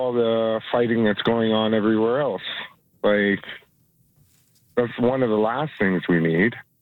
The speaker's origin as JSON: {"language": "English", "region": "Alberta", "country": "Canada", "tie": "born or raised there", "also_born_or_lived": "Quebec", "said": "being Quebec-born but Alberta-raised, I only lived in Quebec for the first 5 years of my life, and then I've been in Alberta. I'm now 42."}